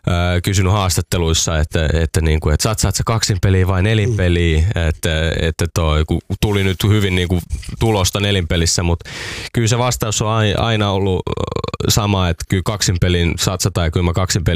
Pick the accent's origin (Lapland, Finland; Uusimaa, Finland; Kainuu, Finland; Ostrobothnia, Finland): Uusimaa, Finland; Porvoo; mutta kaikki mulla on Helsingissä, mä tuun Porvoosta mä oon Porvoosta, niin kaikki on Helsingissä.